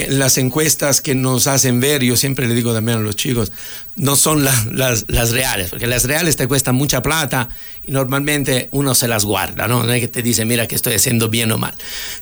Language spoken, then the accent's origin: Spanish; Ecuador; qué pena también por parte de nosotros como ecuatorianos